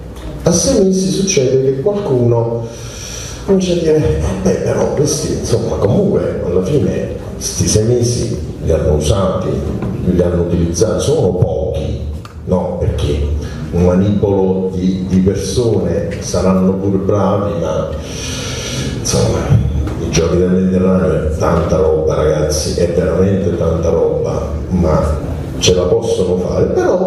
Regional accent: Trentino-Alto Adige, Italy; Non sono di Taranto, io vengo dal Trentino Alto Adige, come si comprende dal mio accento.

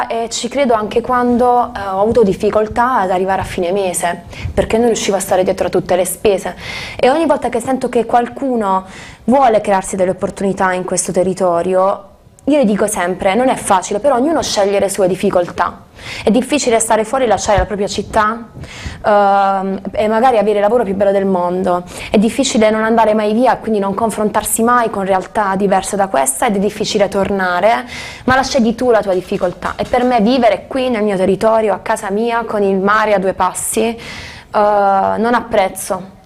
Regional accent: Crispiano, Apulia, Italy; moved away as an adult; also born or lived in Milan; Neanche a Taranto città, io amo molto il mio paese, lo vivo molto bene

